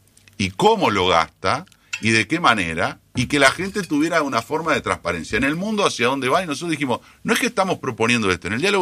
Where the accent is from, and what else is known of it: Uruguay